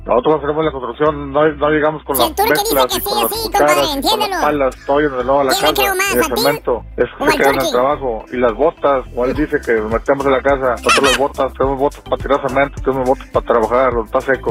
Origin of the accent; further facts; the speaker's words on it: Soto la Marina, Tamaulipas, Mexico; soy de Soto, la Marina, Tamaulipas. Un saludo para toda la raza de la Marina.